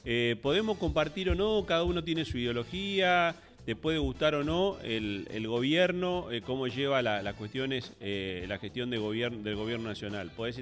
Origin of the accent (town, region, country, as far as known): Argentina